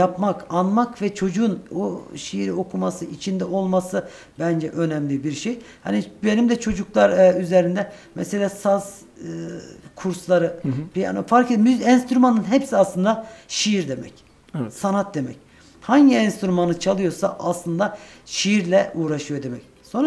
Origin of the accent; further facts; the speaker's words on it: Elbistan, Kahramanmaraş, Turkey; Kahramanmaraş'ta bu anlamda bizim memleketimiz Elbistan.